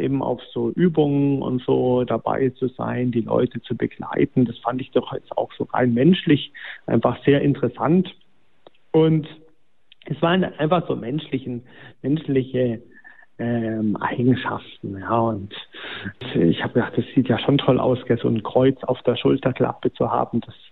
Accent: Unteruhldingen, Baden-Württemberg, Germany; ich komme aus Unterulding, auf der anderen Seeseite ist Konstanz

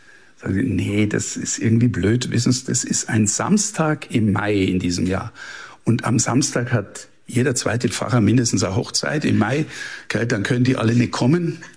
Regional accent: Amberg, Bavaria, Germany; born there; now in Passau, Germany; ich bin in Amberg in der Oberpfalz geboren. Und wo bin ich geboren? Im Marienkrankenhaus. Und wo ist es? Unter dem Maria-Hilfberg in Amberg.

